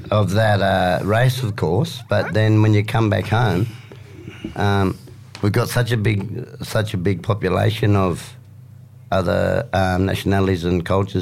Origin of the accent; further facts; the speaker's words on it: Australia; being on our own country, being Australian